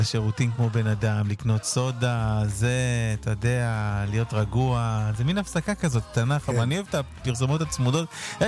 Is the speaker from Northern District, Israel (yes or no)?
yes; Tel Adashim, Northern District, Israel; כשאני הייתי ילד, גדלתי בתל עדשים, ליד גרו לזה נצרת אלית